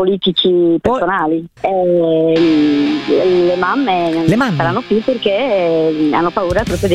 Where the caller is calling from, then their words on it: Cagliari, Sardinia, Italy; io abito in Sardegna.